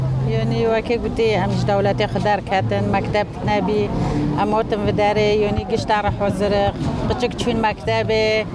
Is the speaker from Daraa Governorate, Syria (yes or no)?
no; Afrin, Aleppo Governorate, Syria; now in Germany; أنا من سوريا، من عفرين.